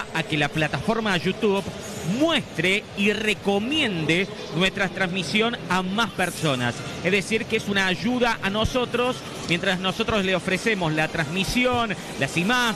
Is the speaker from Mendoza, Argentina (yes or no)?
no; Córdoba, Argentina; Nosotros somos de Argentina, somos de Córdoba, una provincia mediterránea enclavada en la mitad del país, de la Argentina, Córdoba.